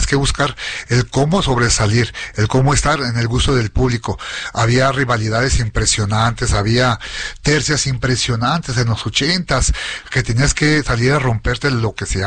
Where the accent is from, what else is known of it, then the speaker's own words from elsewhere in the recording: Gómez Palacio, Durango, Mexico; moved away; Yo soy nativo de Santa Rosa de Lima, el barrio de Santa Rosa. Entonces, toda la Gómez Palacio Durango yo lo conozco como la palma de mi mano.